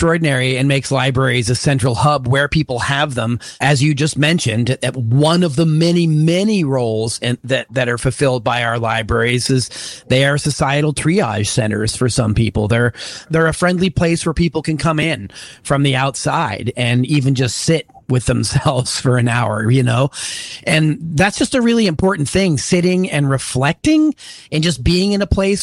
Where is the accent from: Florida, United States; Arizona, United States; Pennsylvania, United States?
Pennsylvania, United States; You know, even in my hometown, they were closing them in Western Pennsylvania.